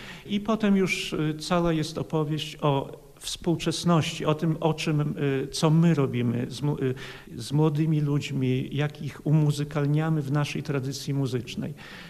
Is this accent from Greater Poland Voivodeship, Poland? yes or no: no; Podlaskie Voivodeship, Poland; My jako podlascy Białorusini